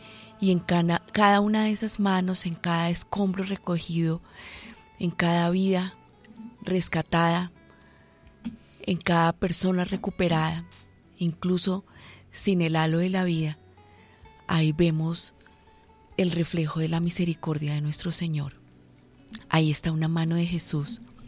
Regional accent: Colombia; como colombianos nos unamos

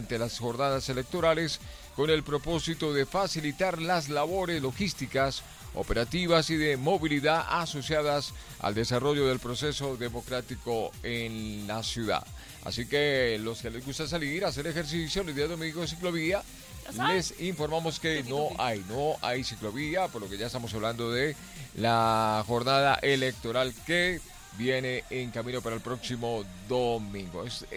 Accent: Colombia

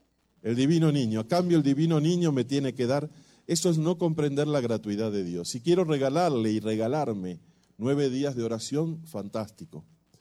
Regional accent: Buenos Aires, Argentina; yo vivía y vivo en la ciudad de Buenos Aires, pero cuando era chico teníamos también una casa de vacaciones en la costa

